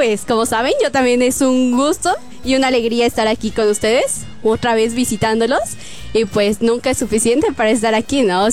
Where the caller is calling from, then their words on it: San Simón del Alto, State of Mexico, Mexico; Saludos a todos allá en mi pueblito, San Simón del Alto.